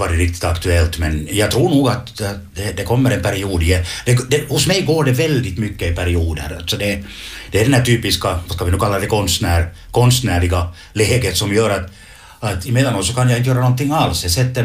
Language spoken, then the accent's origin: Swedish; Leksand, Dalarna County, Sweden; born there; jag föddes i Leksand.